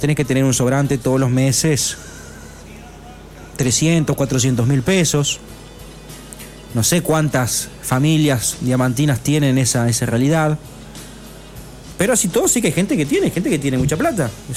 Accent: Strobel, Entre Ríos, Argentina; porque soy de Strobel

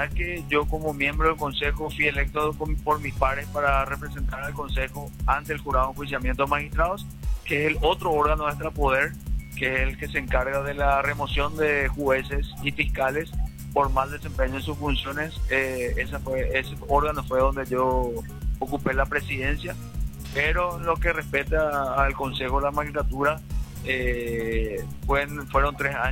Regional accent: Asunción, Paraguay; Yo soy de Asunción, yo soy egresado de la Facultad de Derecho UNA, promoción 2007

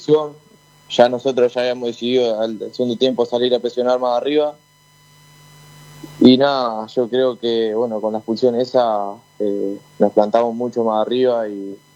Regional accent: Salto, Uruguay; moved away as an adult; now in Paraguay; Salto Uruguay, sí. Queda en el norte.

